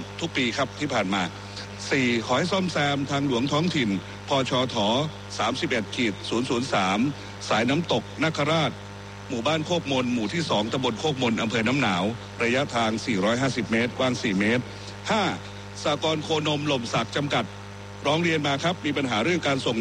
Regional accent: Phetchabun, Thailand; ผมเกิดและโตที่เพชรบูรณ์ผมกินกระหล่ำตั้งแต่เด็กจนปัจจุบันอายุ50กว่า

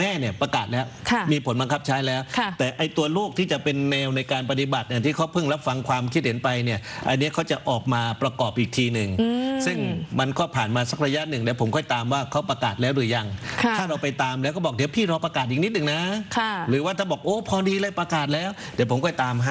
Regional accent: Bangkok, Thailand; เราคนกรุงเทพปริมณฑลเนี่ยที่ดินแถวหนองจอก

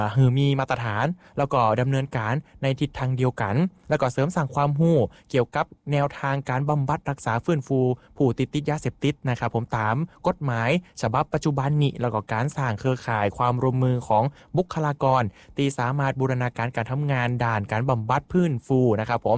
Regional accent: Isan, Thailand; ผมคนอีสานก็ถ้าจะเหมือนกันเนาะ

